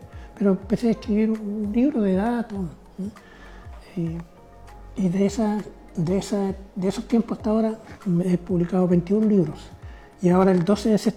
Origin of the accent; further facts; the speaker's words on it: Tomé, Biobío, Chile; Yo nací en Tomé, aquí en este pueblo querido, un 26 de junio de 1956.